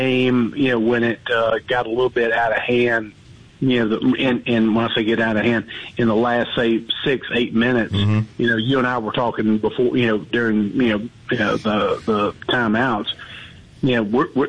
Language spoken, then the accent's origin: English; Amite County, Mississippi, United States; Growing up in Amite County, Mississippi